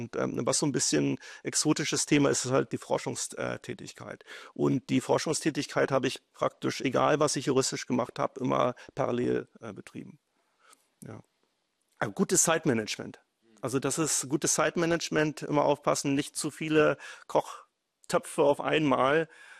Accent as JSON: {"language": "German", "town": "Salzwedel", "region": "Saxony-Anhalt", "country": "Germany", "tie": "born or raised there", "moved": "as an adult", "said": "Das ist meine Heimatstadt. Also ich wurde hier geboren in der Goethestraße, das ist so ein rotes Backsteinhaus mit so einer eingravierten Sonne in der Front. Habe meine Schulzeit hier verbracht und auch die Abiturzeit und bin dann erst nach dem Abitur weggezogen."}